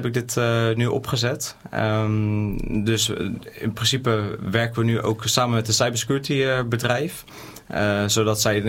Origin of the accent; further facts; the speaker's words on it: Gouda, South Holland, Netherlands; also born or lived in Rotterdam; Ik ben officieel geboren in Rotterdam. Ik woon hier wel heel mijn leven. Ik heb op de basisschool gezeten in de Triangel. Daarna ben ik naar de Goudse Waarden gegaan, ook in Gouda.